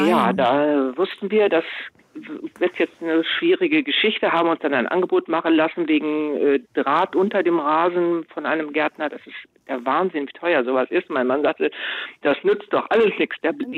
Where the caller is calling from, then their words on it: Lower Saxony, Germany; Ich rufe aus Niedersachsen an und wir wohnen in einem recht feuchten Gebiet.